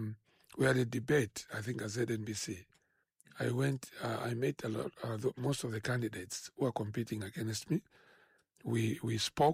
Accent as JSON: {"language": "English", "town": "Lusaka", "region": "Lusaka Province", "country": "Zambia", "tie": "born or raised there", "said": "No, son of Chawama. I was raised in Chawama. I've been in Chawama throughout my life. My family moved to Chawama in 1978 when I was just 5 years old. So I've lived in Chawama all my life. I went to Chawama Primary School from grade 1 to grade 7."}